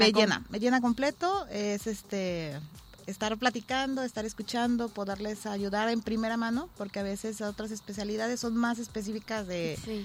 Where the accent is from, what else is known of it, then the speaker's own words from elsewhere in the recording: Colima, Mexico; Soy del municipio de Colima, actualmente laboro en una institución, en el Instituto Mexicano del Seguro Social, okay, en Manzanillo